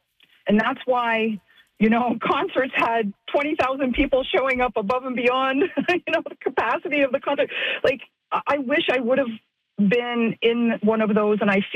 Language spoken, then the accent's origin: English; Canada; that reaches out to me as a Canadian.